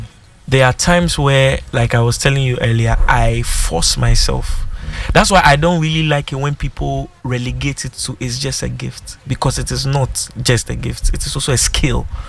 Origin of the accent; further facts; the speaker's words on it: Ghana; I didn't like the fact that people did not see me as Ghanaian.